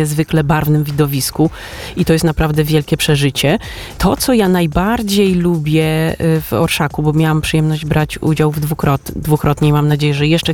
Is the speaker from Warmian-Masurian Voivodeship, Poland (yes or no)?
no; Kraków, Lesser Poland, Poland; wywodzimy się z Krakowa